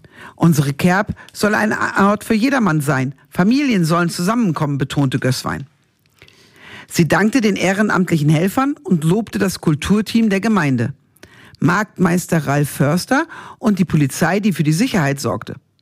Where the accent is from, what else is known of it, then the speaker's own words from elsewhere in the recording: Northern Germany, Germany; moved away; für mich als Norddeutsche